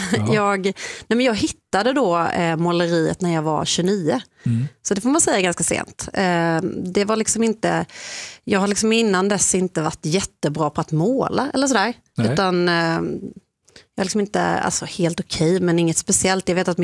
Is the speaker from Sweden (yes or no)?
yes; Småland, Sweden; Jag kommer ju från Småland, i liksom uppvuxen i en familj som hållit på mycket så med metallindustri